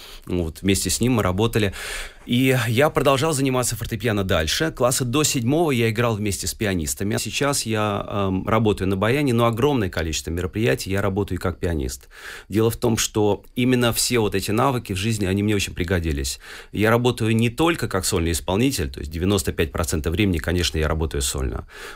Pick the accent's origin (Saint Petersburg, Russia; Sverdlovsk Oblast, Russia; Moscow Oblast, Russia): Saint Petersburg, Russia; also born or lived in Moscow; я родился действительно в Москве, но вырос в Санкт-Петербурге. Я коренной петербуржец, можно сказать.